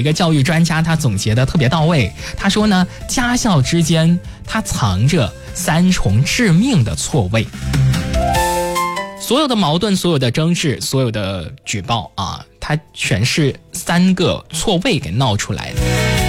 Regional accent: Guangdong, China; 有点像我们广东话讲的鸡同鸭讲

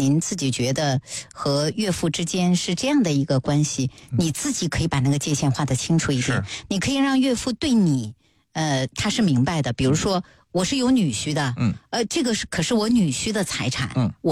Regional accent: China; 我们中国人

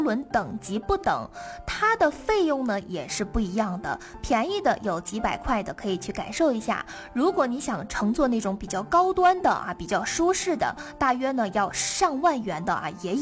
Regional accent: Northeast China, China; 因为对于咱们东北人来说呀，说实话这个三峡游船可能不是我们出游的第一选择，

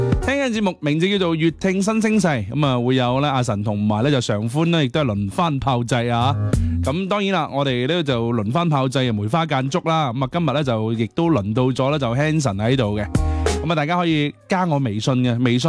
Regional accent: Zhaoqing, Guangdong, China; accent: Zhaoqing dialect; 即系我哋广东人咧，咁啊见面问候好多时候第一句话就系、是、喂呀翻未呢咁样啊，即系我哋肇庆话就咁样啦。

